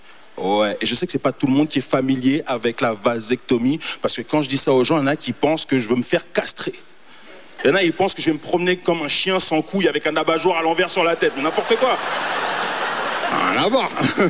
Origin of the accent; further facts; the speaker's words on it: Montreal, Quebec, Canada; Moi, je viens de Montréal.